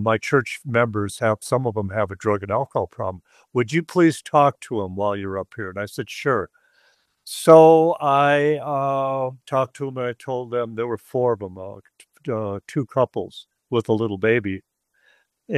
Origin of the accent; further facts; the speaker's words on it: Texas, United States; We're from Texas, they're not dressed for it or nothing like that.